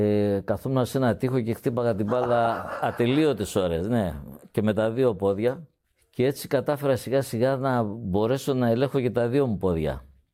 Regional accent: Rethymno, Crete, Greece; also born or lived in Heraklion; Αλλά μεγάλωσα και έζησα στο Ρέθυμνο … ο οποίος ήταν το πρωί λιμενεργάτης και το βράδυ ψαράς.

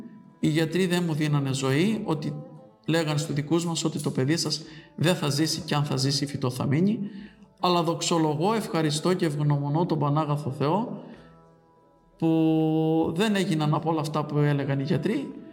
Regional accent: Thrapsano, Crete, Greece; moved away as an adult; also born or lived in Ierapetra; από μικρό παιδί.

